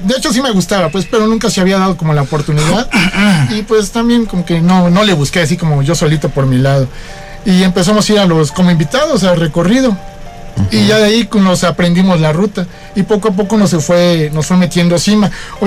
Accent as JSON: {"language": "Spanish", "town": "Cozumel", "region": "Quintana Roo", "country": "Mexico", "said": "No, yo soy de Quintana Roo, de Cozumel."}